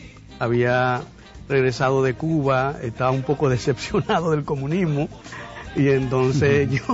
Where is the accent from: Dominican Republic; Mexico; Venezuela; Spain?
Dominican Republic; Jaquimeyes, Barahona; born there; mi pueblo de Jaquimey.